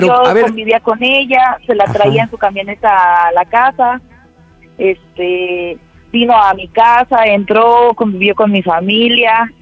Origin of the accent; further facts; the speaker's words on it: State of Mexico, Mexico; Soy del Estado de México y tengo 36 años.